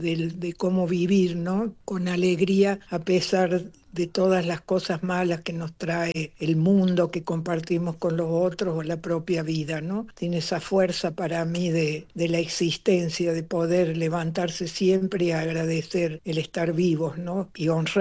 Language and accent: Spanish; Argentina; siempre a España, que es donde yo pude ejercer periodismo en libertad para denunciar lo que escribía en mi país.